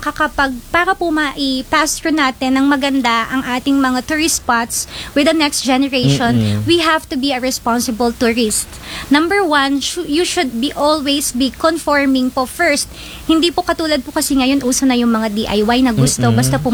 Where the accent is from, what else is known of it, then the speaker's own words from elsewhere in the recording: Central Luzon, Philippines; I am from Bataan.